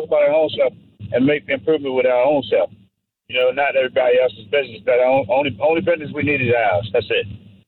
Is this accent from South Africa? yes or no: no; Baltimore, Maryland, United States; I'm from Baltimore, Carl.